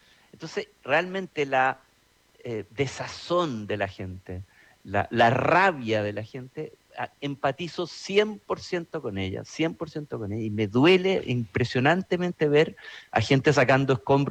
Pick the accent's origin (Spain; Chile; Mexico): Chile; nosotros como chilenos tenemos una cultura de terremotos